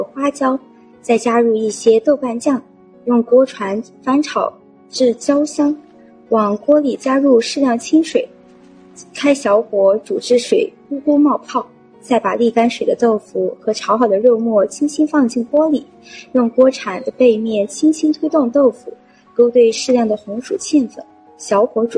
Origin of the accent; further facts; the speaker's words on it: Sichuan, China; now in Zhejiang, China; 主播的家乡就是有名的美食大省四川